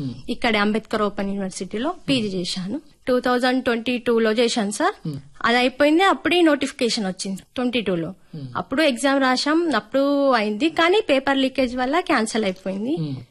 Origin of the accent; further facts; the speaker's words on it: Utnoor, Telangana, India; నాది ఆదిలాబాద్ జిల్లా ఊట్నూరు మండలం సార్. నేను 1 నుండి 7వ తరగతి ఊట్నూరులోని సరస్వతి శిశు మందిర్ పాఠశాలలో చదువుకున్నాను